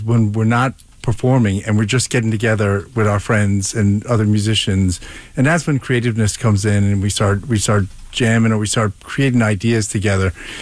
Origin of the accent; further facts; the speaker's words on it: Bronx, New York, United States; being Irish-American, we've grown up in the Bronx with all our friends playing Irish music.